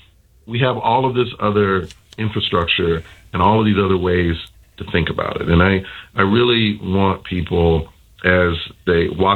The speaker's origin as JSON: {"language": "English", "region": "the South", "country": "United States", "said": "As you know, I'm from the South"}